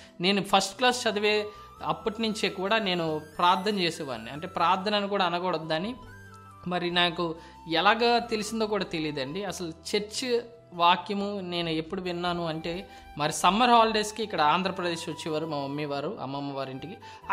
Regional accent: Hyderabad, Telangana, India; born there; also born or lived in Tanuku; హిందీ నేను చిన్నప్పటి నుంచి బాగా చదవగలిగేవాడిని, రాయగలిగేవాడిని. మరి హైదరాబాద్లో పెరగడం

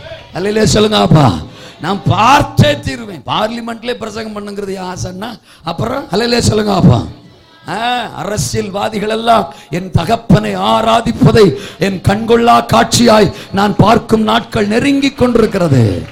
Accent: Mayiladuthurai, Tamil Nadu, India; நான் மாயவரத்துக்காரன்

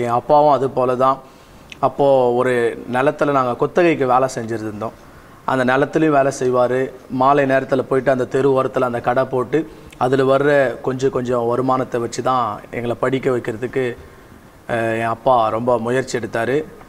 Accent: Vellore district, Tamil Nadu, India; வெள்ளூர் மாவட்டம், பேர்ணம்பட்டுன்ற பகுதியில் நான் இருக்கிறேன். அப்படி இந்த பேர்ணம்பட்டில் பக்கத்தில் கிராமம், ஒரு கிராமத்தில் நான் பிறந்து வளர்ந்தேன். அந்த கிராமத்து பேர் கள்ளிப்பேட்டை. அந்த கிராமத்தில் ஒரு சாதாரண ஒரு குடும்பத்தில் தான் நான் பிறந்து

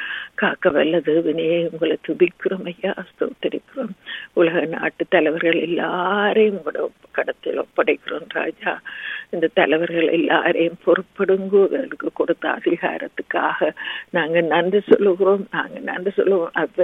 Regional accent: Sri Lanka; moved away; நாங்கள் பிறந்து வளர்ந்த இலங்கை தீவுக்காக

